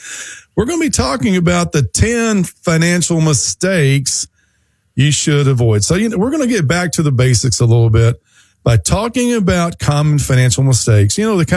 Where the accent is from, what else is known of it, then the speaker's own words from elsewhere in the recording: Manchester, Tennessee, United States; A national phenomenon that is happening in my hometown, Manchester, Tennessee.